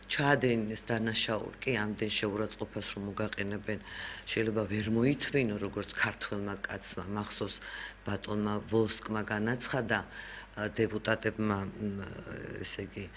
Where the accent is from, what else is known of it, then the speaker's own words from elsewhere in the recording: Samtredia, Imereti, Georgia; მე სამტრედიაში დაბადებული გაზრდილი ვარ და მე და ეკა ერთ სკოლაში ვსწავლობდით